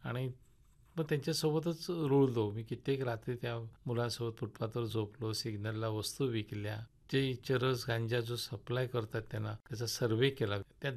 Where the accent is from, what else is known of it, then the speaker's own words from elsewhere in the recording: Sindhudurg district, Maharashtra, India; moved away as an adult; also born or lived in Mumbai; माझं संपूर्ण शिक्षण हे सिंधुदुर्ग जिल्हा कुडाळ तालुक्यात आणाव या गावी झालं. मी माझ्या कुटुंबासोबतच लहानाचा मोठा झालो.